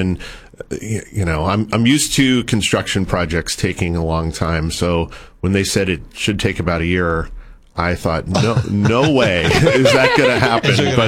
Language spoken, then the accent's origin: English; Cincinnati, Ohio, United States; now in Paso Robles, United States; So I grew up in Cincinnati, Ohio, which I think is responsible for the big surge in cornhole popularity.